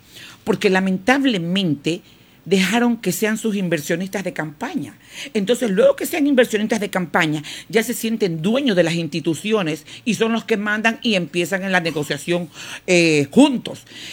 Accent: Ecuador; nosotros como ecuatorianos

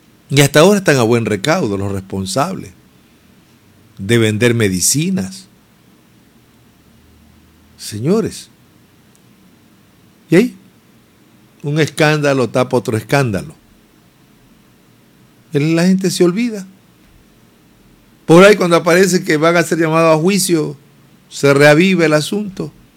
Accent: Ecuador

